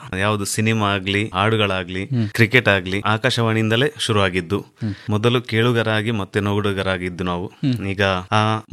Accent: Thuminad, Karnataka, India; ನಮ್ಮೂರು ತುಮಿನಾಡು.

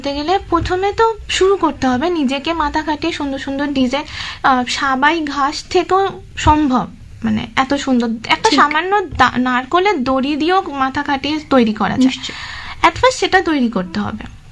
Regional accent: Howrah, West Bengal, India; আমি যেহেতু হাওড়ায় থাকি, আমার বাড়ি হাওড়া

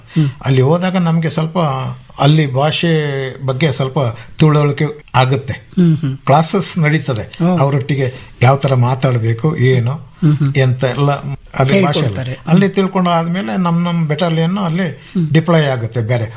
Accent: Kodagu, Karnataka, India; ನಾವು ಕೊಡಗಿನಲ್ಲಿ ಕಾಡಲ್ಲಿ ಬೆಳೆದವರು

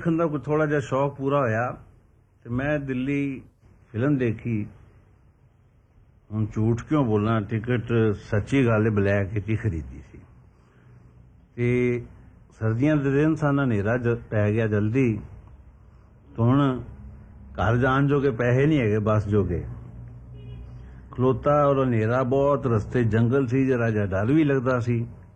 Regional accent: Punjab, India; ਮੈਂ ਕਿਹਾ ਸਰਦਾਰ ਜੀ ਮੈਂ ਪੰਜਾਬੀ ਹਾਂ, ਮੈਂ ਐਕਟਰ ਹੈਗਾ।

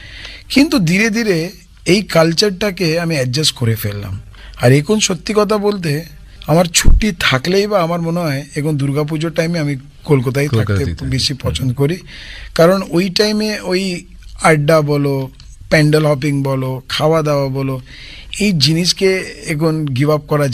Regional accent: Goa, India; moved away as an adult; now in Kolkata, India; আমি একজন গোয়ানিজ ছেলে কলকাতায় এসে

